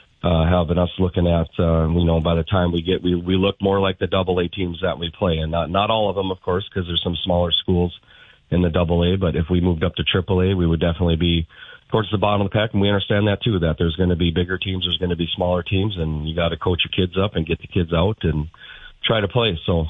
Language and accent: English; Twin Cities, Minnesota, United States; When I grew up in the Twin Cities in 1992, Minnetonka was big school football, and that was my high school, was also big school football.